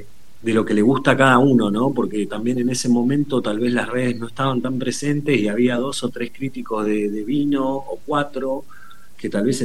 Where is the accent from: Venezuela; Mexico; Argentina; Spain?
Argentina; Me gustan más los vinos chilenos que los vinos argentinos. Siendo argentino.